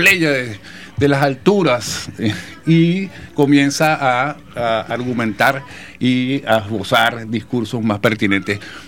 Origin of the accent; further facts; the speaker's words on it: Venezuela; como somos los venezolanos